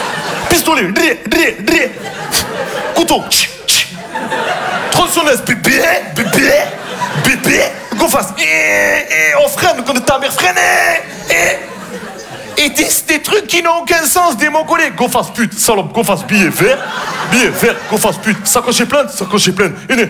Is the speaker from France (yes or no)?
yes; Marseille, Provence-Alpes-Côte d'Azur, France; parce que chez nous, à Marseille, la ceinture, ça ne sert à rien.